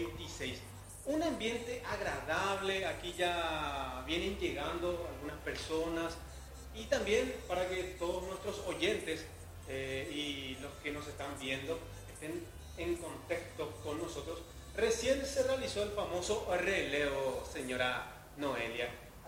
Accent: Paraguay

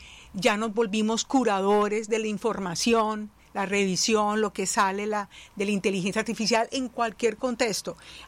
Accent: Colombia; en mi país, hay una organización que se llama Ruta N, que trabaja con la Universidad de Antioquia, una universidad de mi país

